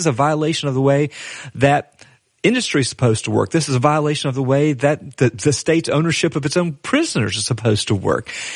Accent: Tennessee, United States; as a native of East Tennessee

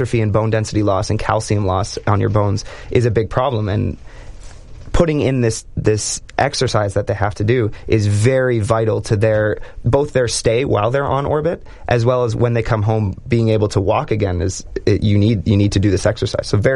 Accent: Canada; Us being Canadian, we love to see our home from orbit

